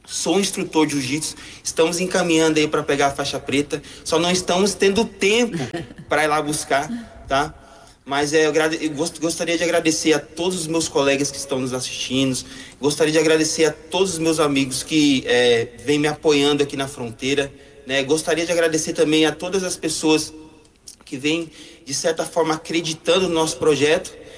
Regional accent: Rondônia, Brazil; moved away as an adult; eu sou do estado de Rondônia e vim para cá terminar

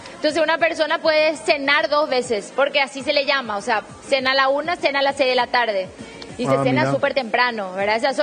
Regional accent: Paraguay; moved away as an adult; now in Ireland; Yo soy de Paraguay. Paraguay es un país mediterráneo. Nosotros no tenemos costa.

